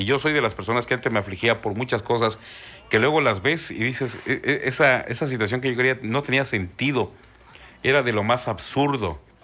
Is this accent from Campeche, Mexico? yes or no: yes; Campeche, Mexico; nuestros paisanos aquí en Campeche